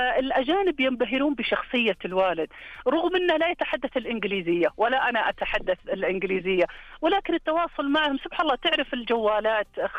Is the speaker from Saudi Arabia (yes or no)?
yes; Saudi Arabia